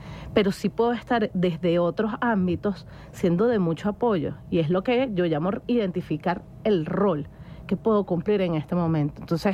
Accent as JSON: {"language": "Spanish", "country": "Venezuela", "said": "como venezolanos somos un pueblo maravillosamente sororo y solidario."}